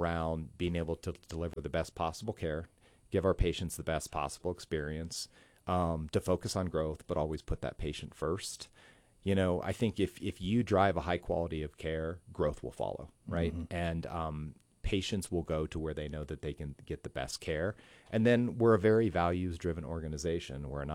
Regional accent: Indiana, United States; It reminds me of where I grew up in Indiana.

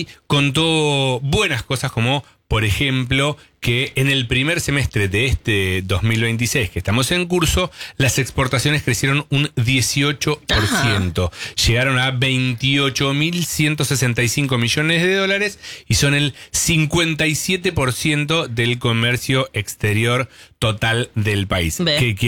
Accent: Tucumán, Argentina; Sí. Siempre somos tucumanos.

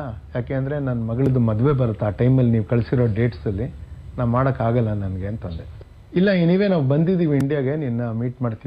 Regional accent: Karnataka, India; accent: Kannada; ನನ್ನ ಕನ್ನಡ ಆ್ಯಕ್ಸೆಂಟಲ್ಲಿ ಇಂಗ್ಲೀಷ್ ಮಾತಾಡ್ತೀನಿ ನಾನು

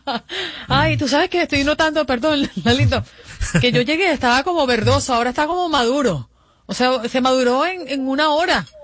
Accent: Venezuela; now in Mexico; nosotros le decimos cambur en Venezuela.

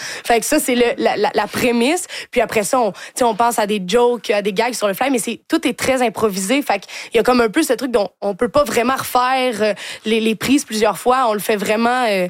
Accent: Quebec City, Quebec, Canada; now in Montreal, Canada; moi je viens de Québec, j'ai vu un petit peu des gens comme ça, puis je suis dans Hochelaga aussi

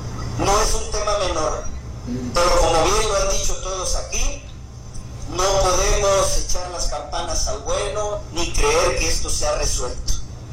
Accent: Acapulco, Guerrero, Mexico; El pueblo de Acapulco, de donde soy originario

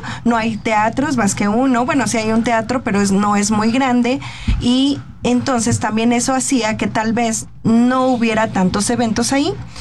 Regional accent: Mexico City, Mexico; yo crecí ahí, en Xochimilco. Sí. Soy xochimilca de corazón.

